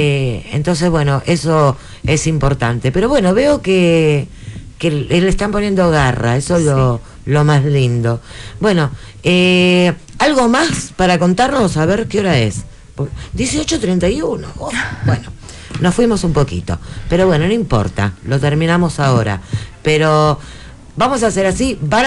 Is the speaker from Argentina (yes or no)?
yes; Argentina; nosotros somos argentinos, y Argentina sí. tiene su idiosincrasia, tiene su cultura